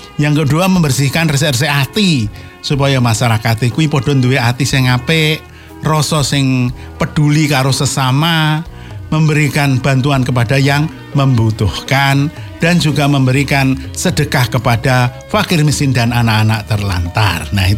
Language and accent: Indonesian; Purworejo, Central Java, Indonesia; di tempat saya, di kampung saya, di Purworejo